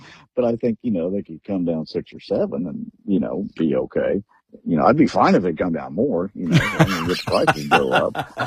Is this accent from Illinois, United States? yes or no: yes; Illinois, United States; I'm from Illinois.